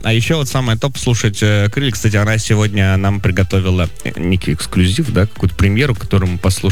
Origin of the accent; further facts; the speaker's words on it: Omsukchan, Magadan Oblast, Russia; Я из поселка городского типа... под названием Амсукчан в Магаданской области.